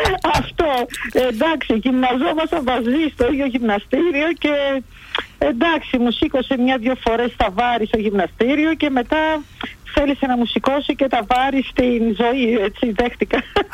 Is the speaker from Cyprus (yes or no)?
no; Berlin, Germany; born or raised there